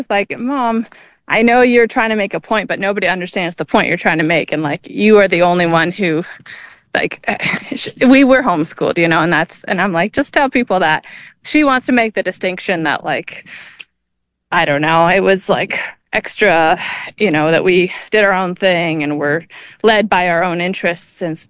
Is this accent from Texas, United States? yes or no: no; Charlottesville, Virginia, United States; born there; also born or lived in Vermont / Boston; we lived in Vermont until I was 10, and I think, when my parents told me we were moving originally, I was like super upset. I didn't want to leave like my friends in Vermont and stuff, but like very quickly, as soon as we got to Charlottesville, I realized like what an awesome place it was